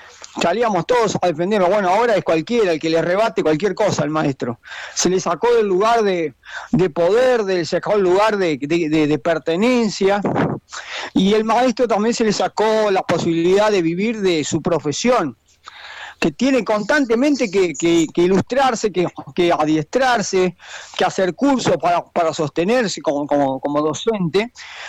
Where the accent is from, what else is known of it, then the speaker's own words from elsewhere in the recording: Argentina; nuestra identidad como argentinos